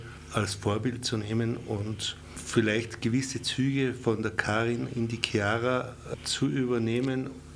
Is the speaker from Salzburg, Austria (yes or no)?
yes; Salzburg, Austria; born there; Ich bin im Oberpinzgau geboren. Ich habe das Glück gehabt, dass ich aus dem Oberpinzgau einmal kurzfristig hinausschauen habe dürfen und sogar ein bisschen in der Welt herumschnuppern habe können und bin aber eben wieder im Oberpinzgau gelandet.